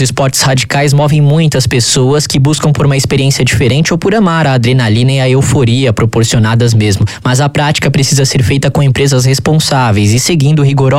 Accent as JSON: {"language": "Portuguese", "region": "São Paulo", "country": "Brazil", "moved": "yes", "lives_now": "Rio de Janeiro, Brazil", "said": "Até que no Rio, eu, por exemplo, não estou sentindo tanto, mas eu sou de São Paulo."}